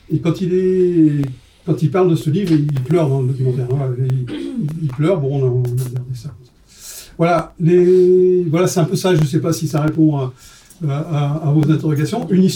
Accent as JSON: {"language": "French", "town": "Lyon", "region": "Auvergne-Rhône-Alpes", "country": "France", "said": "On n'est pas parisiens. On est lyonnais."}